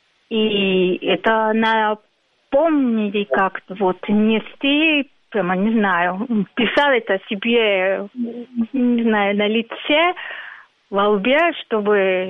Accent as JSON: {"language": "Russian", "country": "Colombia", "said": "Я, поскольку из Колумбии, и У нас в Колумбии, вообще в Латинской Америке, учат, что это не называется Великая Отечественная война."}